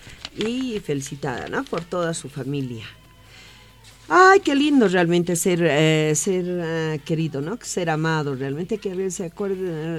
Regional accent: Bolivia

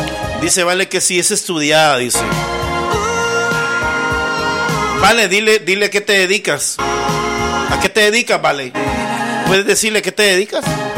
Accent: Ahuachapán, El Salvador; Yo soy de aquí, de el occidente del país, en Huachapán, bro.

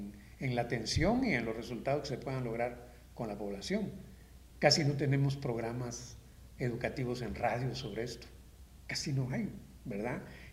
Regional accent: Guatemala

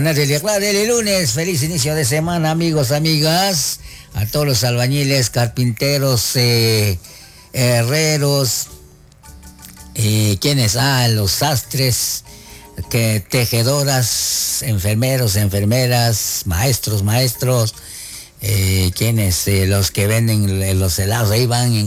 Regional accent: Guatemala; somos guatemaltecos y debemos de cuidar nuestro medio ambiente.

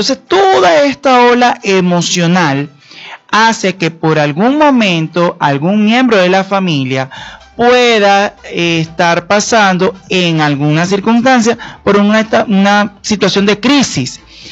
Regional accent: Venezuela

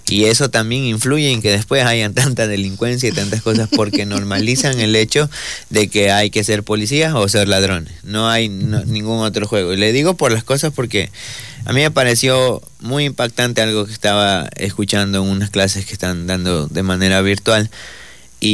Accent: Manabí, Ecuador; Yo soy de Manabí

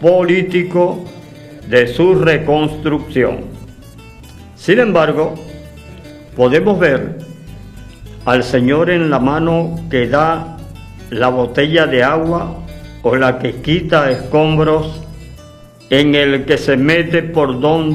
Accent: Venezuela; Todos, como venezolanos de aquí y de allá, pensamos qué va a pasar con nuestro país.

